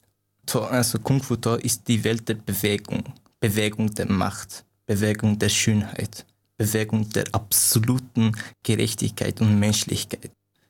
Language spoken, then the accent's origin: German; Afghanistan; also born or lived in Iran; now in Austria; ich komme ursprünglich aus Afghanistan, ich fühle mich dabei ein bisschen noch so wohl, als ich im Iran, wenn jemand mich fragt, wo kommst du, dann ist es schwer zu beantworten.